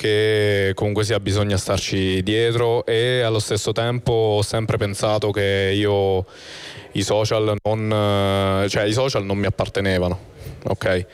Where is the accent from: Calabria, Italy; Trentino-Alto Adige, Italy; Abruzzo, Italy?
Abruzzo, Italy; Giulianova; also born or lived in Tortoreto; Io sono nato a Giulianova, okay. E ho vissuto a Tortore Toledo, il paese a fianco